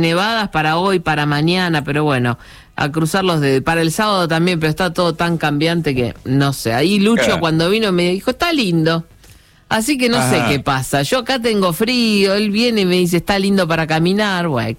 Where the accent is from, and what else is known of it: Argentina